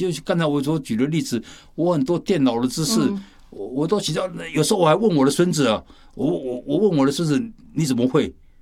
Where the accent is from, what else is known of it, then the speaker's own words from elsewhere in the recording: China; 我们中国人讲的是事倍功半